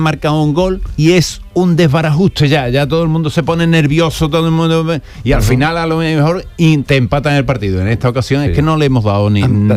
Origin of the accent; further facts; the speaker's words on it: Spain; somos españoles.